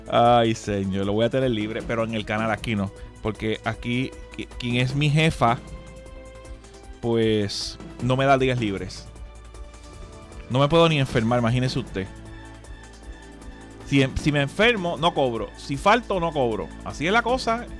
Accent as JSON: {"language": "Spanish", "town": "Quebradillas", "country": "Puerto Rico", "said": "en mi pueblo allá en Quebradillas"}